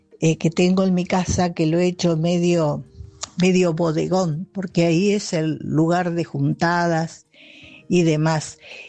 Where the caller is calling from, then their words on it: Longchamps, Buenos Aires Province, Argentina; de Longchamps.